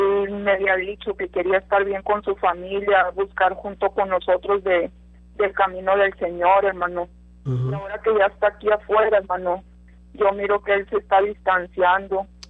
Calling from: Piedras Negras, Coahuila, Mexico; de Piedras Negras

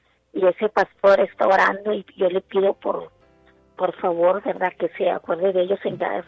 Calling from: Eagle Pass, Texas, United States; De Eagle Pass.

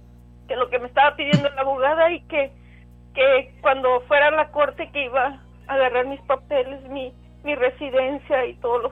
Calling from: Elsa, Texas, United States; De aquí, de Elsa.

